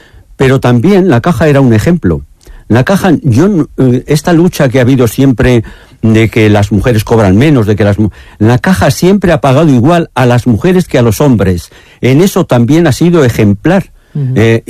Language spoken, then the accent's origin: Spanish; Aranda de Duero, Castile and León, Spain; yo, como decía, yo vengo de Aranda de Duero. En nuestra zona solamente había una mujer.